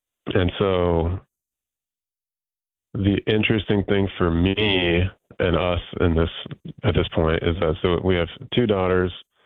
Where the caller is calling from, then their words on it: United States; I'm American.